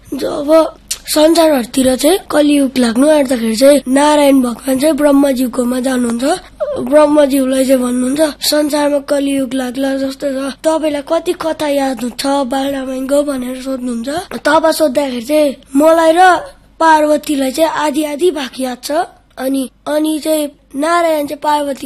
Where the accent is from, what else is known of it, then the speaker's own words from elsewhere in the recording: Sikkim, India; मेरो घर लोरलुइङ।